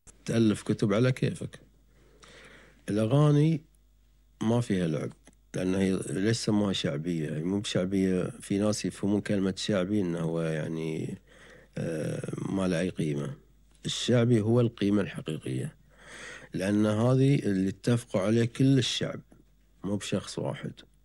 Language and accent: Arabic; Qatar; بس عندنا تختلف شوية عن البحرين في اللكنة. يعني مثلا احنا عندنا لهجتنا تقريبا معتدلة نوعا ما